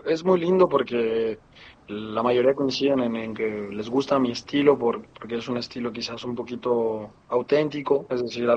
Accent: State of Mexico, Mexico; also born or lived in Torreón; que yo creo que fue cuando llegué aquí a mi ciudad de Torreón. Soy nacido aquí, pero me crié en el Estado de México por 15 años.

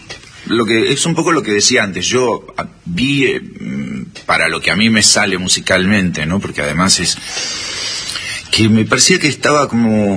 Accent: Buenos Aires Province, Argentina; Yo soy bonaerense.

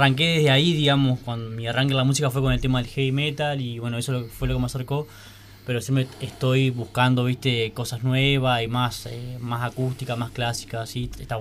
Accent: Gualeguaychú, Entre Ríos, Argentina; Yo soy de acá, de Gualeguaychú, viviendo acá

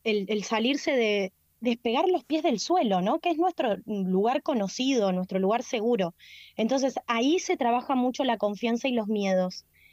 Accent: Buenos Aires, Argentina; moved away; tengo 35, yo me crié en Buenos Aires

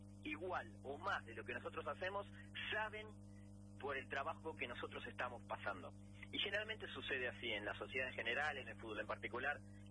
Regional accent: Argentina

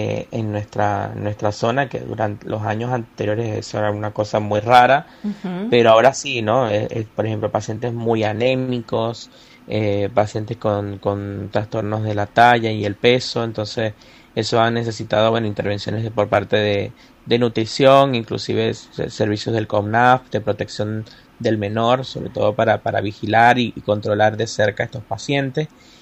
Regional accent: Mérida, Venezuela; born there; Yo soy de Venezuela. ¿Puntualmente de qué región, de qué zona? Y nací en Mérida, que es donde empieza la cordillera andina.

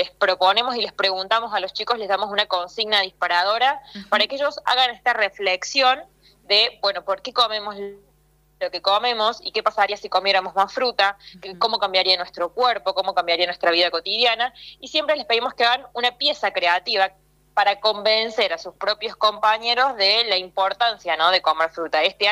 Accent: Argentina

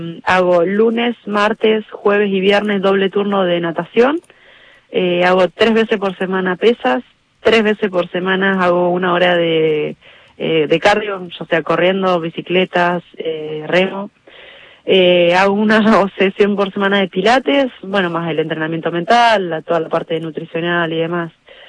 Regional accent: Santa Fe, Argentina; uno como santafesino

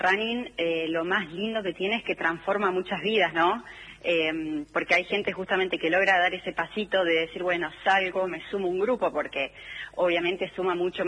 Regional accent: Ushuaia, Tierra del Fuego, Argentina; born or raised there

